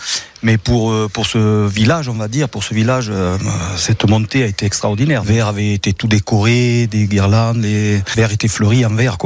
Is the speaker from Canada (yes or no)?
no; Vers, Nouvelle-Aquitaine, France; Bon, je suis natif de Vers